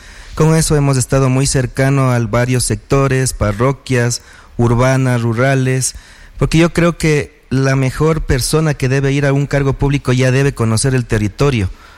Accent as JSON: {"language": "Spanish", "town": "Latacunga", "region": "Cotopaxi", "country": "Ecuador"}